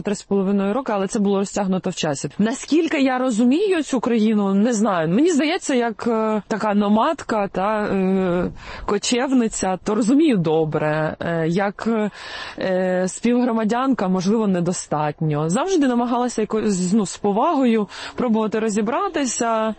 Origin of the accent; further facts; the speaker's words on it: Donetsk Oblast, Ukraine; born there; moved away; also born or lived in Crimea; бо Донеччина – це місце народження моєї мами, бо мій батько з Бессарабщини, з Південно-Західної Одещини. І частину дитинства я провела в Криму.